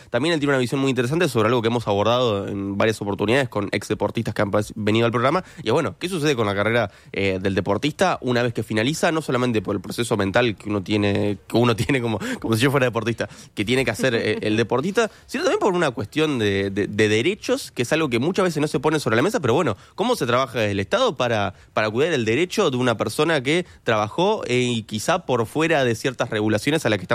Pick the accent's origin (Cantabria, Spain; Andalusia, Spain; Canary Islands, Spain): Canary Islands, Spain; now in Uruguay; un alfajor canario, así que estoy satisfecho porque mi tierra está representada.